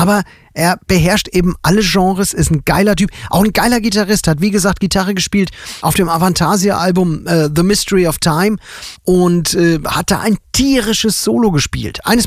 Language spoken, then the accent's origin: German; Fulda, Hesse, Germany; Ein großes Konzert hier in Deutschland in Fulda auf dem Domplatz, meine Heimatstadt.